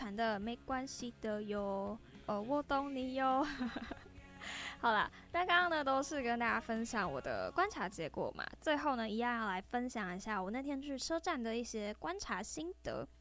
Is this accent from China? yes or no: no; Taichung, Taiwan; 我台中人